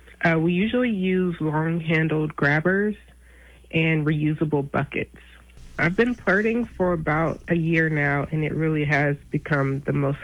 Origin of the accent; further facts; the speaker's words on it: Atlanta, Georgia, United States; I'm from Atlanta, Georgia.